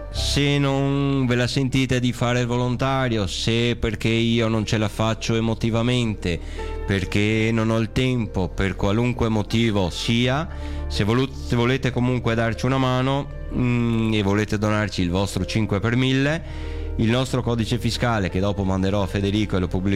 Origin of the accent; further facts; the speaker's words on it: Venice, Veneto, Italy; Sì, noi siamo di Venezia.